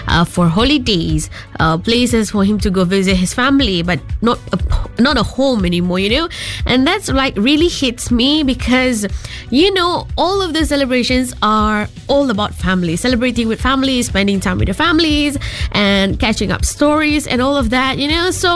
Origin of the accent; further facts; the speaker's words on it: Kuching, Sarawak, Malaysia; my hometown is Kuching. I working in Kuching